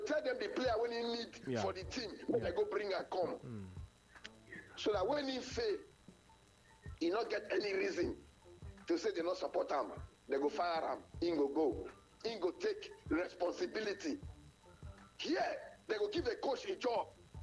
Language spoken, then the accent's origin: English; Nigeria; I don't be from Mali, I don't be from France. I be Nigerian man.